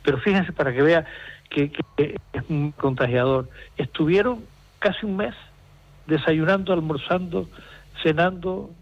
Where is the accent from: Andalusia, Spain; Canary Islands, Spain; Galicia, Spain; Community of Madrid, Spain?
Canary Islands, Spain; Yo me he sentido muy mal como canario.